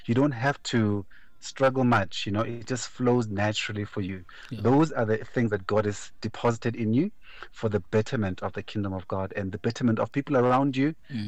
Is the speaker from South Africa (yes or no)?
yes; South Africa; first language Venda; English is a second language; in my mother language, mother tongue, Chivenda